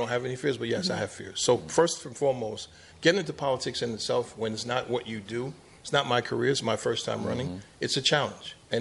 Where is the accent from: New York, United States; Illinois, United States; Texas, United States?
New York, United States; New York City; My boy Mike and I grew up in Queens.